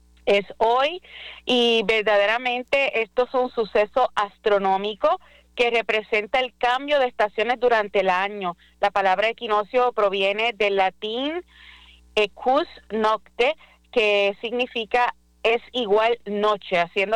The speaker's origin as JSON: {"language": "Spanish", "country": "Puerto Rico"}